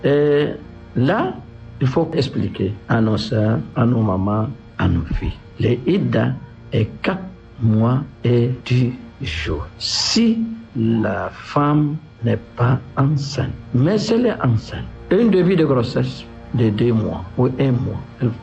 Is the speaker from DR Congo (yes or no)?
no; Chad